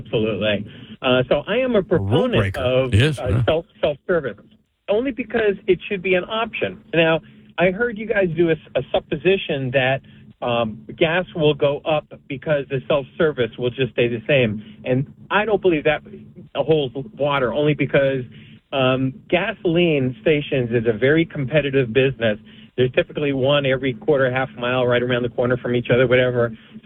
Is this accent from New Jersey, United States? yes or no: yes; New Jersey, United States; now in Princeton, United States; I live my whole life in New Jersey